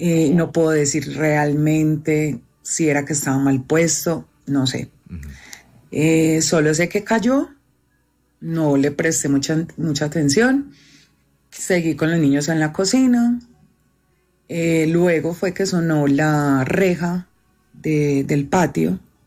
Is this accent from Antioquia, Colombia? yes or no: yes; Medellín, Antioquia, Colombia; Soy de Medellín.